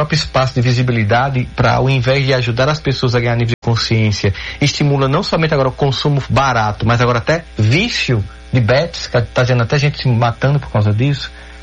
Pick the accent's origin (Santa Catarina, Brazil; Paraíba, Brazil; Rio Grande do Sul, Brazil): Paraíba, Brazil; mas eu fazia de Campina Grande, porque eu sou paraibano.